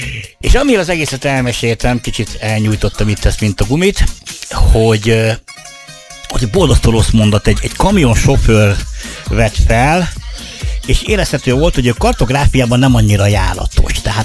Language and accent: Hungarian; Hungary; Ugye magyarok vagyunk?